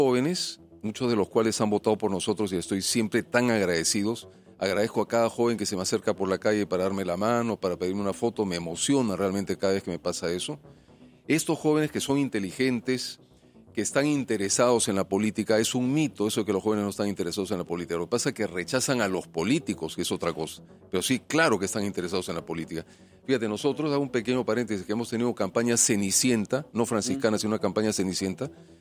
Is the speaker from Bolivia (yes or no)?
no; Peru; todos los peruanos nos sintamos con derecho a sentarnos a la mesa y mirarnos todos como peruanos